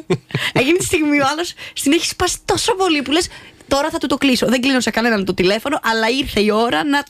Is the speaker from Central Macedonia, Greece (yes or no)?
yes; Panorama, Central Macedonia, Greece; κοντά στο σπίτι μου, εκεί που μεγάλωσα, στο πανόραμα Θεσσαλονίκης